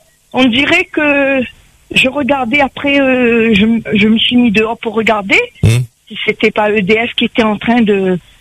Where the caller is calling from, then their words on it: Saint-Pierre, Réunion; J'habite sur Saint-Pierre, la rue Rodier.